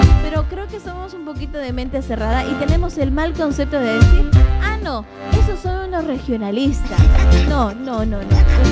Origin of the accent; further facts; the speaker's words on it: La Paz, Bolivia; now in Santa Cruz, Bolivia; yo soy de La Paz